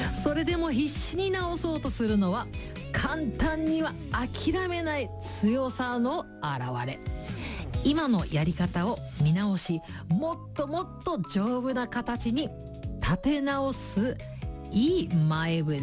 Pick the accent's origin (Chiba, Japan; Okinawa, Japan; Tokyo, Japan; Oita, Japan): Tokyo, Japan; この東京の人間からすると。